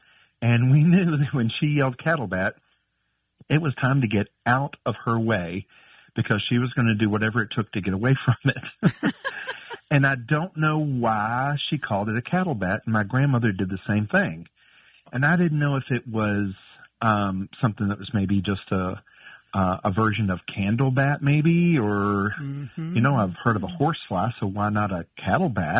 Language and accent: English; Virginia, United States; now in East Tennessee, United States; Well, I actually grew up in the Shenandoah Valley in Virginia.